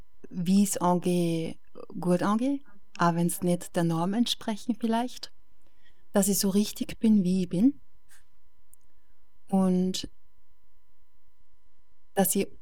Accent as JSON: {"language": "German", "region": "Styria", "country": "Austria", "lives_now": "Bad Ischl, Austria", "said": "Ich komme ja ursprünglich aus der Oststeiermark und bin nicht eine Ischlerin."}